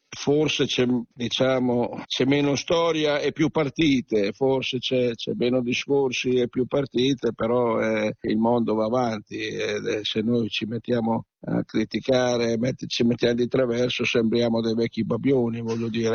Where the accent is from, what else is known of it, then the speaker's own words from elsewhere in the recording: Bologna, Emilia-Romagna, Italy; Mi dispiacque molto lasciare Bologna, io ero cresciuto a Bologna, sai, una città che non va mai a dormire